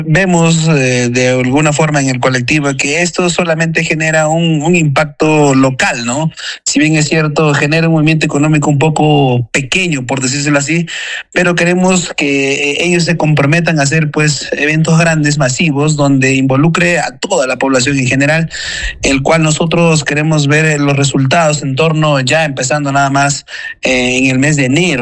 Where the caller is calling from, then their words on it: Chacamarca, Junín, Peru; soy parte de Chacamarca